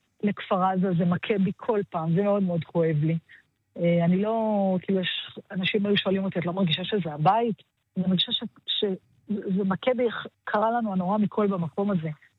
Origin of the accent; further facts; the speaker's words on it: Southern District, Israel; moved away as an adult; הדרום והעוטף, שם נולדתי, גדלתי, כמה משפחה